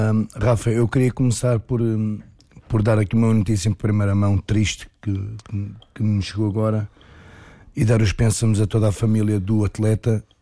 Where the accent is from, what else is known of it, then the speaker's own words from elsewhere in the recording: Santa Maria, Lisbon, Portugal; jogar no clube do meu bairro, da minha terra, o meu clube do coração, que é a União Desportiva e Recreativa de Santa Maria